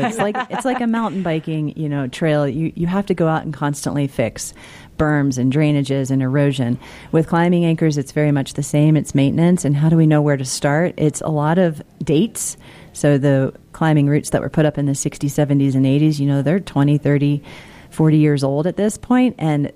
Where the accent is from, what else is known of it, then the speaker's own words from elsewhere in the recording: Utah, United States; I'm from the Wasatch back as well.